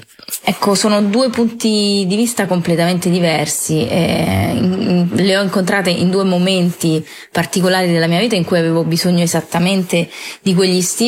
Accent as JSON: {"language": "Italian", "town": "L'Aquila", "region": "Abruzzo", "country": "Italy", "tie": "born or raised there", "also_born_or_lived": "Naples", "moved": "yes", "lives_now": "Rome, Italy", "said": "sono nata a Napoli, che è una città con delle caratteristiche ben precise, poi sono cresciuta all'Aquila, che è una città con le caratteristiche opposte, e poi mi sono spostata a Roma"}